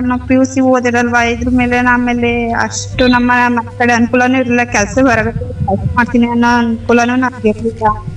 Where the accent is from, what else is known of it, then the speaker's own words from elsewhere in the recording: Kujanahalli, Karnataka, India; ನಾವು ಹುಣಸೂರ್ ತಾಲೂಕು ಮೈಸೂರು ಜಿಲ್ಲೆ ಕುಜನಹಳ್ಳಿ ಅಂತ.